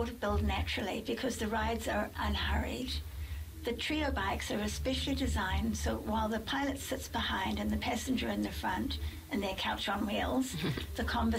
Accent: New Zealand; moved away as an adult; I grew up in New Zealand, but left when I was 21 years old, and then I was away for about 35 years

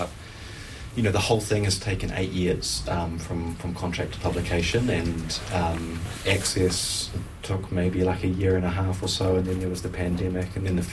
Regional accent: Auckland, New Zealand; I grew up in Auckland with mum, who's a psychiatric nurse, and dad, who's a sort of handyman gardener.

